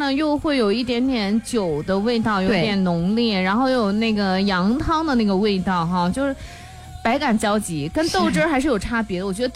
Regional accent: Shanxi, China; 对我们山西的孩子来说是清晨绕不开的强制早餐。

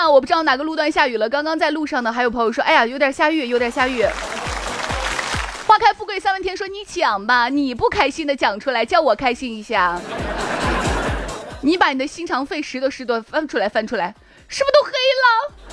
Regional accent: Shaanxi, China; 只有我们陕西人能听得懂。

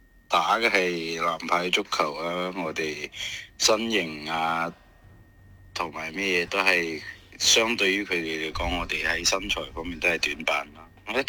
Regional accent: Guangdong, China; 对于我哋广东人来讲都是有利吧，

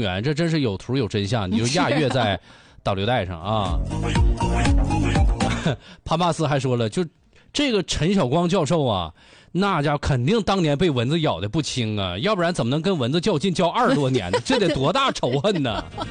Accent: China; 让我们中国人都能吃上饱饭了吗

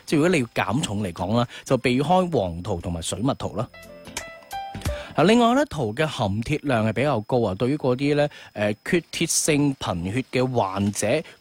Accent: Guangdong, China; 我哋广东人

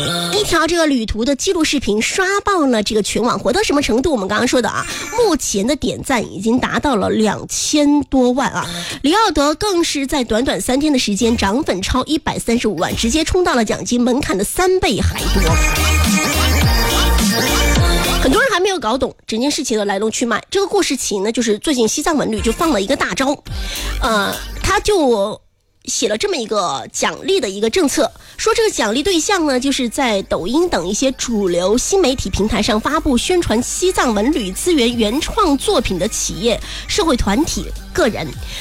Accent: Sichuan, China; 重庆话跟我们四川话是一模一样的。

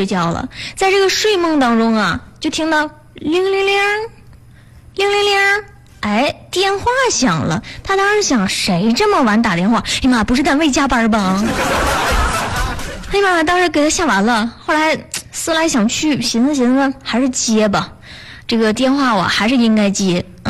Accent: Northeast China, China; 我们东北人说话都这样子的

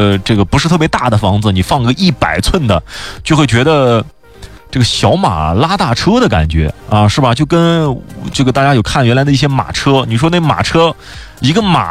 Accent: China

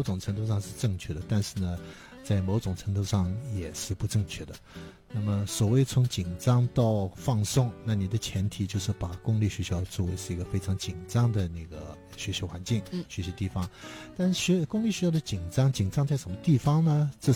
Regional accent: China; 我们中国人有时候也有一个习惯

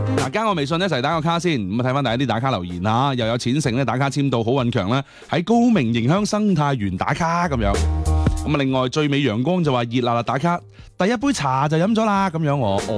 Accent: Guangdong, China; 我哋广东人众所周知冇秋天噶嘛，系嘛？只有夏天同埋冬天，我哋一般系一夜入冬啊嘛。

